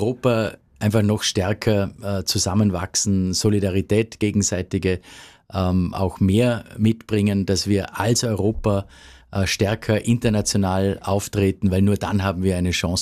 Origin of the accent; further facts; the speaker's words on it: Vorarlberg, Austria; ich bin an der Schengen-Außengrenze eigentlich aufgewachsen, an der Grenze zur Schweiz, und habe mitbekommen, wie mühsam das sowohl für die Schweizer im Raum St. Gallen war, aber auch für uns Österreicher in die Schweiz zu gelangen